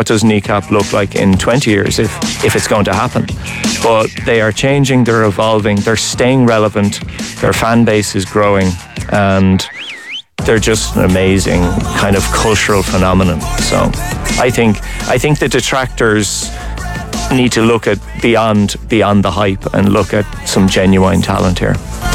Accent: Belfast, Northern Ireland, United Kingdom; I'm in a tracksuit. I'm from Belfast. I speak about the Troubles.

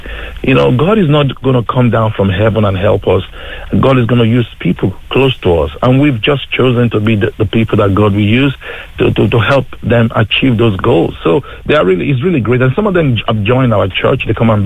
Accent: Nigeria; now in Ireland; I'm originally from Nigeria, and my wife, she's from Tipperary. I came over to Ireland about 20.

